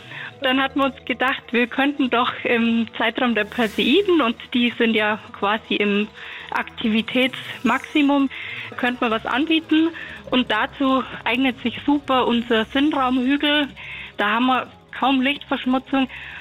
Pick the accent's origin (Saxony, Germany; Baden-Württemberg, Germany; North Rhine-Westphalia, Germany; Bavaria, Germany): Bavaria, Germany; Und ganz wichtig, eine Kira-Biere, wie man bei uns im Allgäu sagt, also eine Stirnlampe.